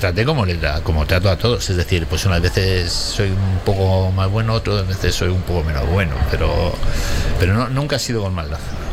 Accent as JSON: {"language": "Spanish", "town": "Burgos", "region": "Castile and León", "country": "Spain", "moved": "yes", "lives_now": "Alcalá de Henares, Spain", "said": "En Alcalá de Henares dicen que somos la segunda colonia después de los rumanos, los burgaleses. Sí, pero siempre, siempre embajador de Burgos, siempre, porque yo esta tierra que me gusta mucho, que me gusta su cielo, que me gusta su olor."}